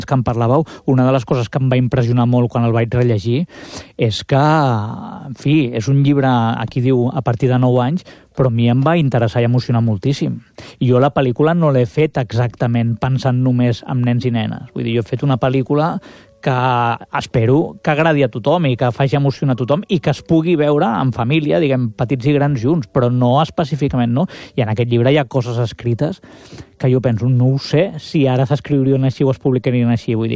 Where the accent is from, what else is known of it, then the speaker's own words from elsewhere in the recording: Barcelona, Catalonia, Spain; tu no em coneixes de res, sóc un cineasta de Barcelona